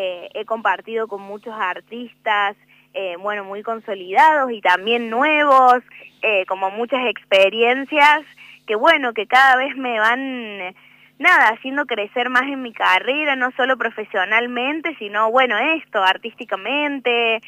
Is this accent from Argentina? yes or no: yes; Río Cuarto, Córdoba, Argentina; Así es, cordobesa nomás.